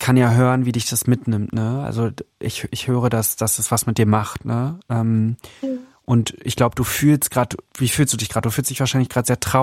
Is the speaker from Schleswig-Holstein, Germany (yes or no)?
no; Berlin, Germany; Ah ja, ich komm auch aus Berlin.